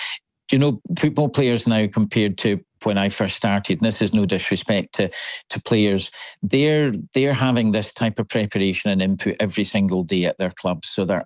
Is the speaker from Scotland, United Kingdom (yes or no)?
yes; Scotland, United Kingdom; now in Vancouver, Canada; everybody knows I'm from Scotland